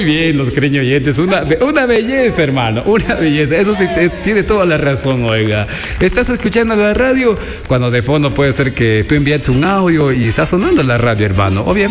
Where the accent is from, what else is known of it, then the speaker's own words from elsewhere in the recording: Ecuador; Y así creo que somos todos los ecuatorianos